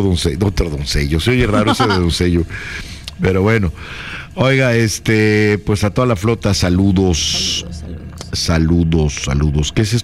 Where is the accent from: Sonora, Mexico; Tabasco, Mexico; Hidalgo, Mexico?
Tabasco, Mexico; La botana somos los tabasqueños.